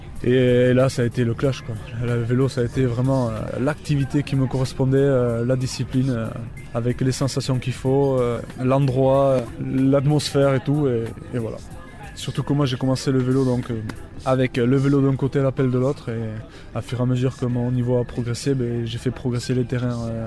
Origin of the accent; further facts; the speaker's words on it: Saint-Jean-de-Luz, Nouvelle-Aquitaine, France; je suis de Saint-Jean-de-Luz.